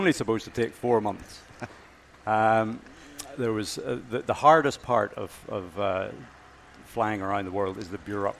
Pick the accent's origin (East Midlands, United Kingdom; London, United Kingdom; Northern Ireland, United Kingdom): Northern Ireland, United Kingdom; actually I'm from Northern Ireland.